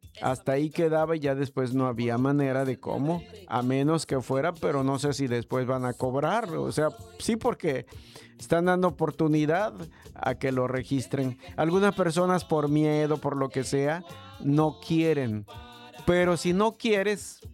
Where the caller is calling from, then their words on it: Jalpa de Méndez, Tabasco, Mexico; Sí, gracias, saludos, somos de Jalpa de Méndez.